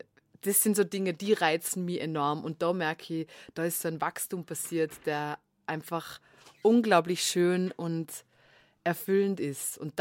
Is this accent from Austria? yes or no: yes; Vorarlberg, Austria; now in Vienna, Austria; ich komme ja aus Vorarlberg